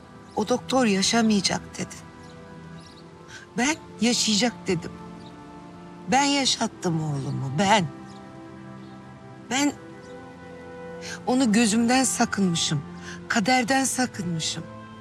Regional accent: Adana, Turkey; Ben Adanalıyım Gülben. Biz de kadın evi çekip çevirir.

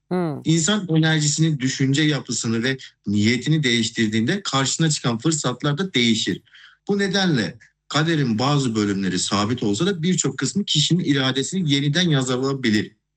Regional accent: Azerbaijan; now in Ankara, Turkey; Evet, ben Azerbaycanlıyım. Neredeyse 15 senedir Türkiye'de yaşıyorum.

